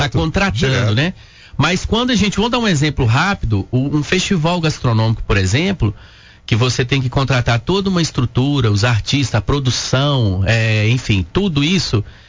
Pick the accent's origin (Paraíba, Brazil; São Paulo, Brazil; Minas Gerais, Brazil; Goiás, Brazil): Minas Gerais, Brazil; Coronel Fabriciano; Nascido e criado em Fabriciano